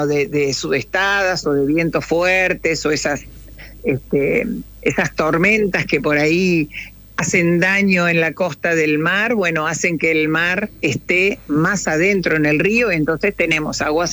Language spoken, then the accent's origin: Spanish; Avellaneda, Buenos Aires Province, Argentina; moved away as an adult; also born or lived in La Plata; now in Punta del Indio, Argentina; yo no, yo soy de Avellaneda, pero fui a estudiar a La Plata, y viste, esas cosas de la vida hacen que uno se quede en La Plata.